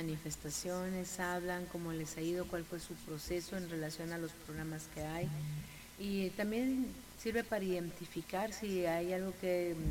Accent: Mexico; ese compromiso que tenemos como mexicanos con nuestra nación

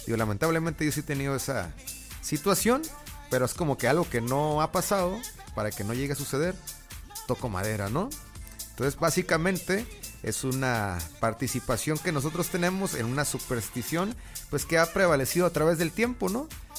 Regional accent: Mexico; qué hacemos nosotros realmente culturalmente como mexicanos

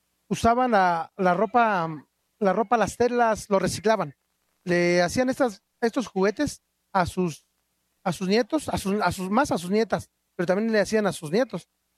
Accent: Santiago Mezquititlán, Querétaro, Mexico; Spanish is a second language; Mi bella comunidad es indígena, orgullosamente indígena. Hablo mi lengua materna. Surge en Santiago Mezquititlán. Está dividido por 6 barrios, del 1 al 6. Pertenecemos al municipio de Amealco, Querétaro.

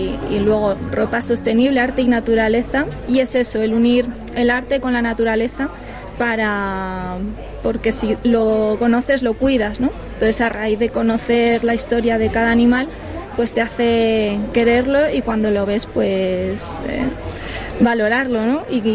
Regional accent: Molina de Aragón, Castilla-La Mancha, Spain; now in Collado Mediano, Spain; yo soy de Molina de Aragón, un pueblo de Guadalajara, pero ahora vivo aquí en la Sierra de Madrid

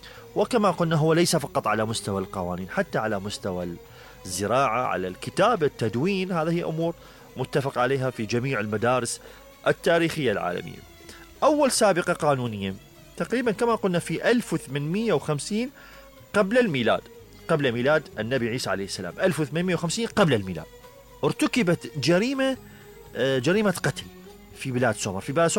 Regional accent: Iraq; ليس من باب أنه نحن عراقيين كعراقيين يعني نتكلم بعاطفة،

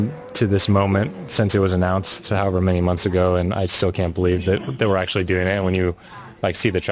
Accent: United States; as an American

